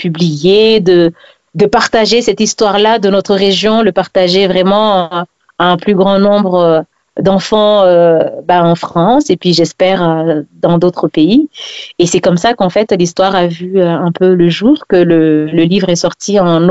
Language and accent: French; Mayotte; Est-ce que quand on dit je suis mahoraise, est-ce que finalement j'ai poussé ici à Mayotte?